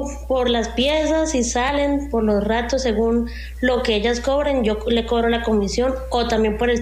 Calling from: Huila, Colombia; yo soy del Huila.

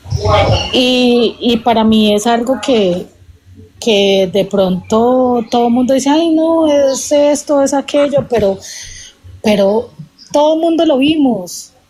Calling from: Cúcuta, Norte de Santander, Colombia; De Cúcuta, norte de Santander.

